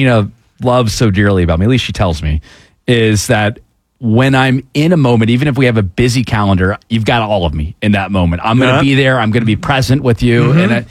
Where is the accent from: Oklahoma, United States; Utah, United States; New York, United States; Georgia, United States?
Georgia, United States; Atlanta; Both of us born and raised in Atlanta, and that's rare. So we have all of our friend groups that are still here.